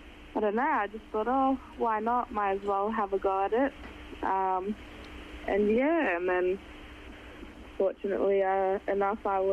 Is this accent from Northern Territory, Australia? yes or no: yes; Northern Territory, Australia; now in Perth, Australia; I was born in Darwin on Larrakia land, adopted and grew up by the Yolngu mob in northeast Arnhem land. And my bloodline, Halls Creek, I'm a Jaru woman from Halls Creek, Kimberley region